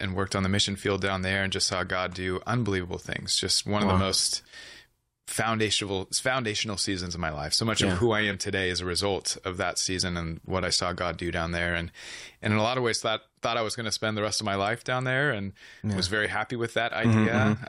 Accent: San Diego, California, United States; And I grew up in San Diego, about half an hour north of the Mexican border.

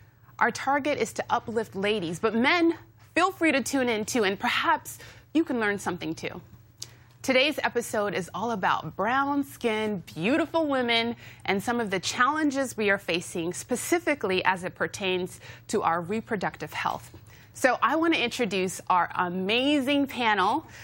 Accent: Nigeria; I'm Nigerian.

